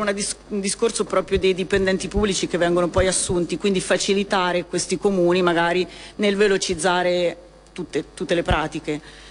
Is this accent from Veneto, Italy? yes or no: no; Marche, Italy; io vengo comunque da un territorio che in parte ha vissuto il sisma, perché comunque sono marchigiana, quindi l'ho vissuto anche in prima persona.